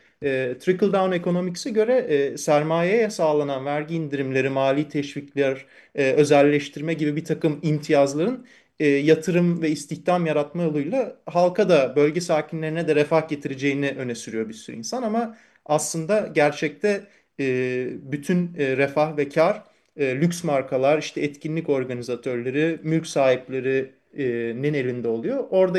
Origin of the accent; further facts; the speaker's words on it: Princes' Islands, Istanbul, Turkey; biz Adalılar olarak